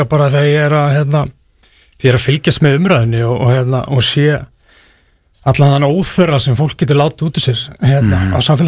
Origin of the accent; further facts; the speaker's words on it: Akranes, Western Region, Iceland; Ég kem frá Akranesi og það gerist það Akranesi sem er lítið hérna, samfélag sko.